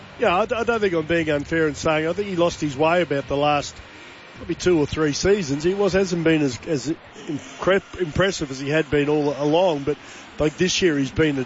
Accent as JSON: {"language": "English", "region": "Queensland", "country": "Australia", "said": "I'd probably prefer he wasn't there, being a Queenslander, but he's a good player."}